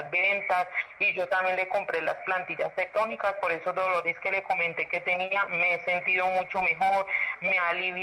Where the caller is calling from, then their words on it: Zipaquirá, Cundinamarca, Colombia; Desde acá, desde Zipaquirá.